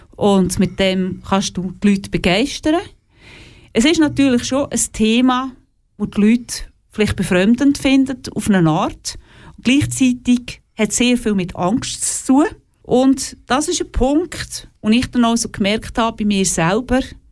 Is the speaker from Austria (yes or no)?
no; Sursee, Lucerne, Switzerland; also born or lived in Oberkirch; ich bin zwar in Sursee geboren und auch dort aufgewachsen und nachher in Oberkirch.